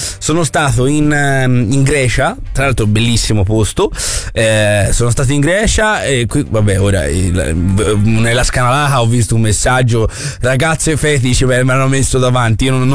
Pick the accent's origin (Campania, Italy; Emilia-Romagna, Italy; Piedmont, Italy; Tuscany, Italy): Tuscany, Italy; Campi Bisenzio; Io tifo Fiorentina perché sono di Campi Bisenzio